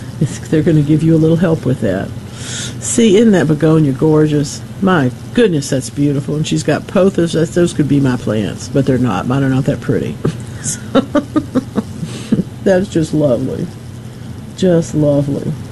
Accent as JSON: {"language": "English", "town": "Gulfport", "region": "Mississippi", "country": "United States", "tie": "born or raised there", "said": "I grew up in Gulfport. You know, they were practically tall as the house."}